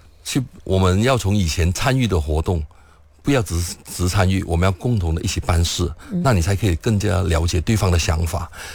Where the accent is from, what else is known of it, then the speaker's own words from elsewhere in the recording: Malaysia; 我们马来西亚